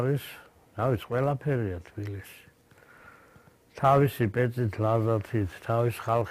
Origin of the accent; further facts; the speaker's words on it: Tbilisi, Georgia; ხო, ესე იგი, მე დავიბადე და გავიზარდე. აი ესეთი ადგილი იყო თბილისში, სვანეთსუბნის ქვედა ნაწილი, ეს არის ჩერქეზოვი.